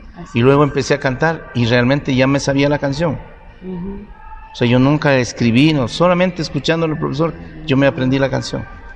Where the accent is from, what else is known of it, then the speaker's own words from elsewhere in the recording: Ecuador; Bueno, sí, en realidad fue una gran aventura porque solo de mi pueblo a Ibarra eran como 3 horas. De Ibarra a Quito eran como 12 horas. De Quito a Guayaquil eran como un día y una noche.